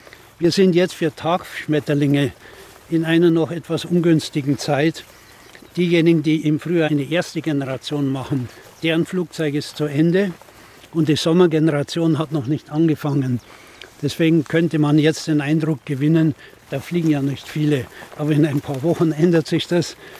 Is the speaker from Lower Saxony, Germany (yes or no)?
no; Bavaria, Germany; Ja, in der Kindheit noch etwas weiter flussabwärts, so halbwegs nach Passau. Da war mein Heimatort und da war ich fast täglich draußen am Inn.